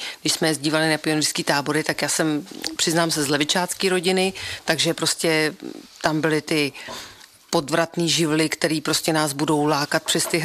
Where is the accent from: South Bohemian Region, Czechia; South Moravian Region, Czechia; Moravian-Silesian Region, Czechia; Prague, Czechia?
South Bohemian Region, Czechia; Český Krumlov; Já jsem z Českého Krumlova